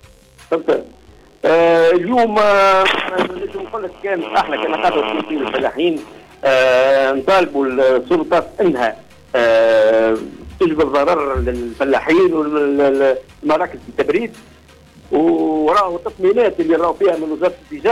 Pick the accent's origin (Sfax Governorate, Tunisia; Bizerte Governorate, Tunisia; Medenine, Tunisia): Bizerte Governorate, Tunisia; المشاكل اللي عندنا في بنزرت